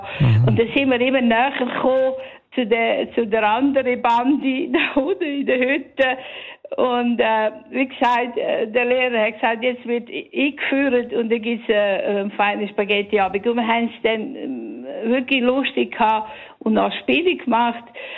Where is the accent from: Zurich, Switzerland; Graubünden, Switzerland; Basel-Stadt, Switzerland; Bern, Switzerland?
Graubünden, Switzerland; ich bin im Engadin aufgewachsen, gross geworden